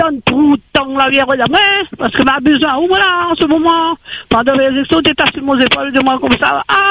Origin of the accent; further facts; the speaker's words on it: Saint-Paul, Réunion; born there; Moi, je suis née à Saint-Paul.